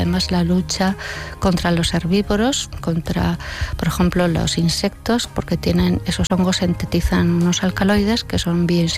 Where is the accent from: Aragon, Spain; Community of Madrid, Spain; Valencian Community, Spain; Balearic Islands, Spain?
Aragon, Spain; Angués; Desde mi infancia en Angués, yo crecí hasta los 6 años en Angués y vivía prácticamente en contacto directo con la naturaleza.